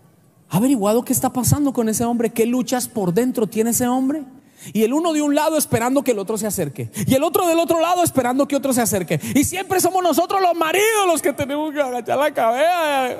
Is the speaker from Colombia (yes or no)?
yes; Colombia; born there; de donde yo nací, por allá de los campos de Colombia, mi abuelo no era tierno con mi abuela.